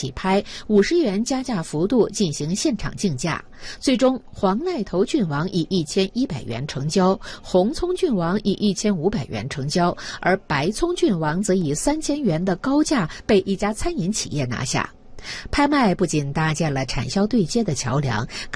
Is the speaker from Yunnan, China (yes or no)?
yes; Yunnan, China; 作为云南人，记者也是第一次见